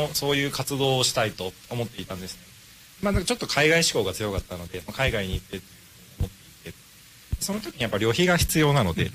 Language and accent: Japanese; Tokyo, Japan; 東京出身なんですけど